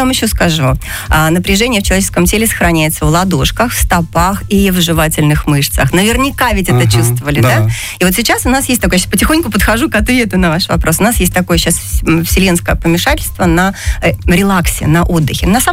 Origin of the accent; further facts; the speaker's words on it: Saint Petersburg, Russia; Это моя вторая родина, потому что я ленинградка и обожаю Кубань, люблю ее всей душой.